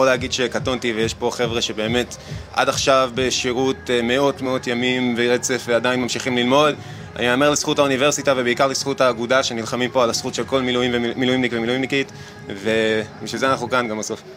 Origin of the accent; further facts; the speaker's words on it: Nahariya, Northern District, Israel; born there; moved away as an adult; אני גר פה במעונות, אני במקור מנהריה.